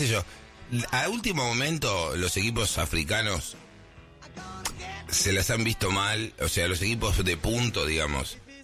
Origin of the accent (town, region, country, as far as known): Argentina